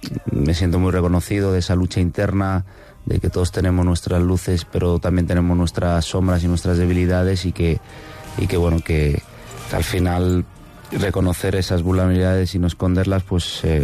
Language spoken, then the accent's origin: Spanish; Granollers, Catalonia, Spain; born there; Pues yo nací en Granollers, en la provincia de Barcelona.